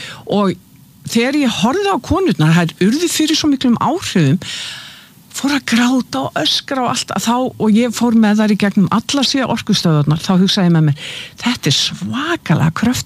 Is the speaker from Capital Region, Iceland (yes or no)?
no; Keflavik, Southern Peninsula, Iceland; Ég fætt 1961, þannig að þegar ég að alast upp og sem unglingur og þegar við vorum krakkar, ég fætt og uppalinn í Keflavík í Bíllabænum